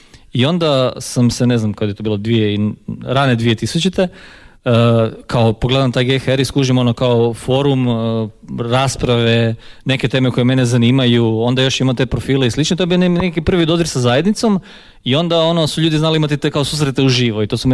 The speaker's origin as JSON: {"language": "Croatian", "town": "Poreč", "region": "Istria County", "country": "Croatia"}